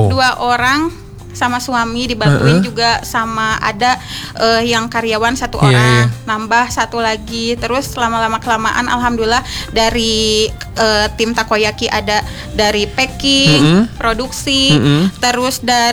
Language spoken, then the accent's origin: Indonesian; Cimahi, West Java, Indonesia; now in Bandung, Indonesia; Terus saya juga kebetulan asli orang Cimahi.